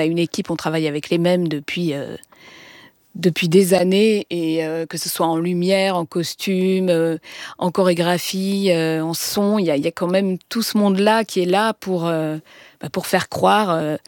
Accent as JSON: {"language": "French", "town": "Aix-en-Provence", "region": "Provence-Alpes-Côte d'Azur", "country": "France", "said": "j'avais 19 ans, Et moi, je viens d'Aix-en-Provence"}